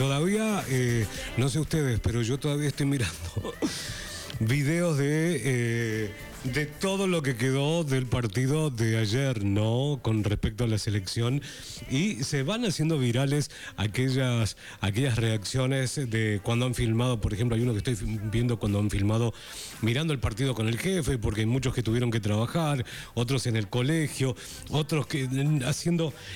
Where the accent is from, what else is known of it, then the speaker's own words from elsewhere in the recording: Argentina; somos argentinos.